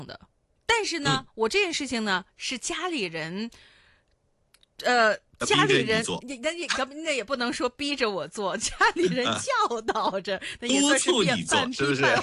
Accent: Hong Kong; 因为我在香港长大，所以呢有很长的一段时间呢，就是暑假的一段时间

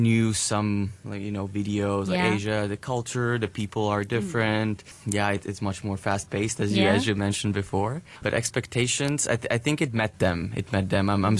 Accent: Latvia; moved away as an adult; now in Hong Kong; I'm right now 24 years old. I come from Latvia, a beautiful country in Eastern Europe.

